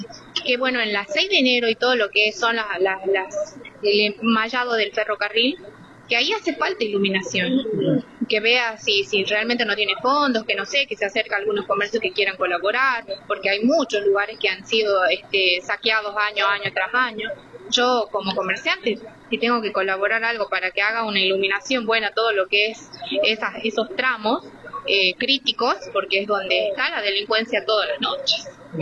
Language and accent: Spanish; Bolivia; now in Argentina; Yo me siento más argentina que boliviana. ¿Qué querés que te diga?